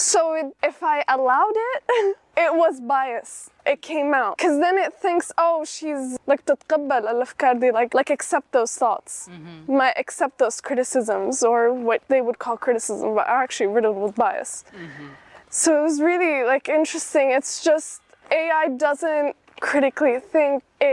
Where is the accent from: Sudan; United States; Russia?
Sudan; We're from Sudan, this is like a big deal.